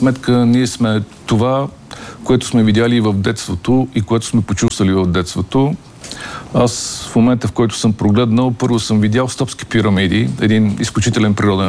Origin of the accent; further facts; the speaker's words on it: Southwestern Bulgaria, Bulgaria; с родния ми край около Рилското корито и Югозападна България